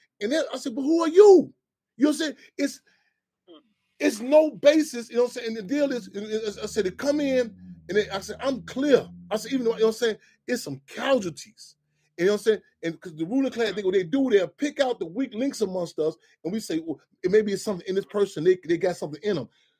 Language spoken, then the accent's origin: English; Chicago, Illinois, United States; I tell people one thing about, I'm so glad I grew up in Chicago. I'm so glad I grew up in this city structure.